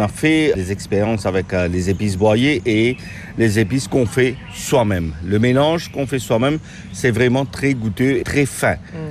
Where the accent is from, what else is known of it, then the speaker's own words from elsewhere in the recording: Mauritius; born there; Moi je suis né sur Lille et travaillé pendant une trentaine d'années en cuisine à Maurice.